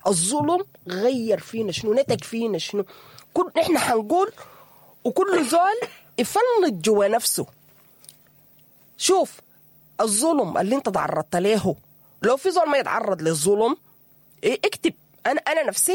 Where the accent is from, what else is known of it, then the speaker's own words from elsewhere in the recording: Sudan; نحن ظلمنا كسودانيين في الحرب